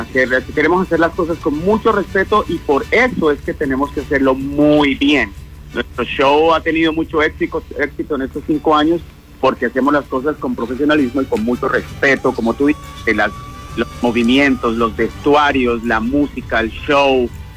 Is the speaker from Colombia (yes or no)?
yes; Colombia; yo soy de Colombia